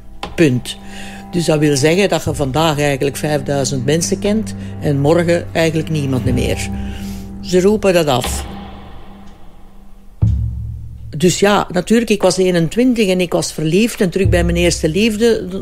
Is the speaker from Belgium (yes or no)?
yes; Mechelen, Flanders, Belgium; now in Lier, Belgium; Hij was van boven Antwerpen, ik ben van Mechelen. Wij zijn in Lier gaan wonen.